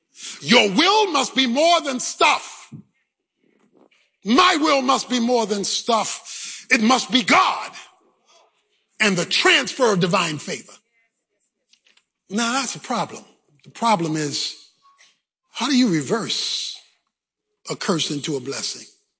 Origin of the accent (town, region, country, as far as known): Baltimore, Maryland, United States; born or raised there